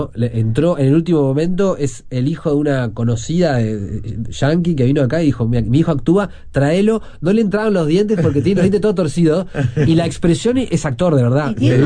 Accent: Uruguay; soy tan uruguayo que extraño mucho cuando me voy

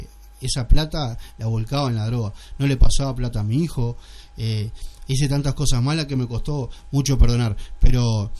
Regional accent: Migues, Canelones, Uruguay; also born or lived in Montes; Yo me crié acá en Migue, estuve una pasantía en Montevideo, pero yo me crié acá en Migue y acá en Monte, jugué al fútbol acá, conozco a toda la población

